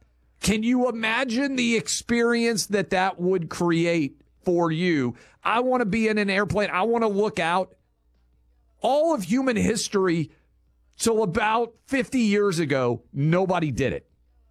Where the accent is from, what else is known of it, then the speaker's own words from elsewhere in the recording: Tennessee, United States; Shiloh, in my home state of Tennessee.